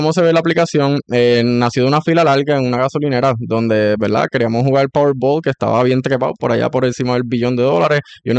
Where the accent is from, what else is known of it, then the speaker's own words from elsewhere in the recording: Toa Alta, Puerto Rico; also born or lived in Mayagüez; soy de Toa Alta y de Mayagüez. Se me hace difícil escoger entre esas dos.